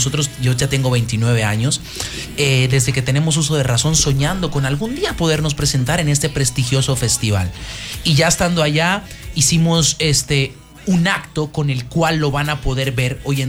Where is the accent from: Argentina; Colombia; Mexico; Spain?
Mexico; Somos mexicanos